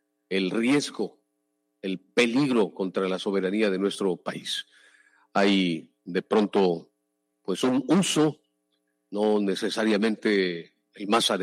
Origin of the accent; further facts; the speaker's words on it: Mexico